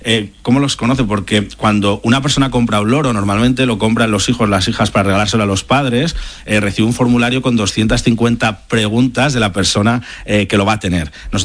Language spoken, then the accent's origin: Spanish; Zaragoza, Aragon, Spain